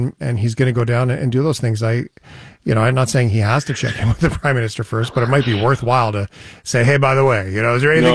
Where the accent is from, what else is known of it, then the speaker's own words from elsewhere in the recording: Canada; But as a Canadian, I loved it today.